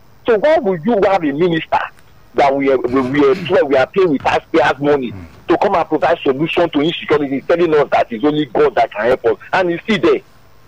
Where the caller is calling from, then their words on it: Nigeria; I'm calling from Ariobo.